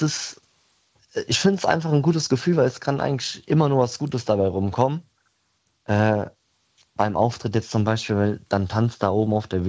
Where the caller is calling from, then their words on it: Hesse, Germany; bei uns lokal im Odenwald